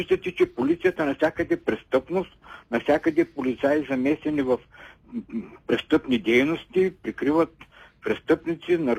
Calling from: Karnobat, Burgas Province, Bulgaria; Кърнобат.

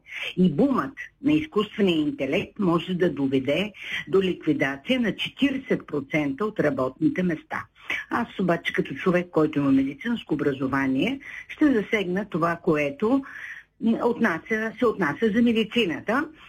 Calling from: Shumen, Shumen Province, Bulgaria; от Шумен.

